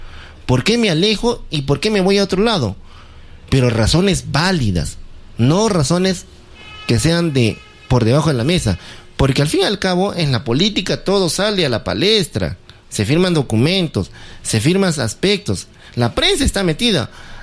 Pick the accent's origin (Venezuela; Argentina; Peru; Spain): Peru; Nuestra realidad nacional como Estado, como sociedad peruana, es distinta.